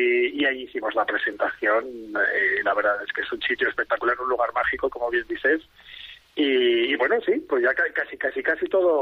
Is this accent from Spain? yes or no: yes; Extremadura, Spain; Sabéis que nosotros somos aquí de Campañuelo y norte de los Ibores